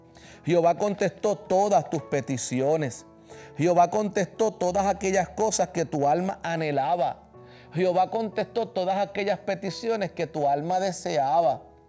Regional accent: Puerto Rico; ya el lunes estoy de regreso en mi país, en la Isla del Cordero, país de bendición.

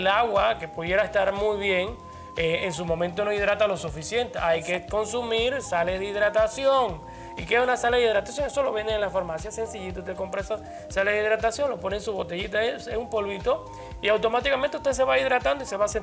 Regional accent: Panama; Común denominador de nuestras actitudes de confianza como panameños.

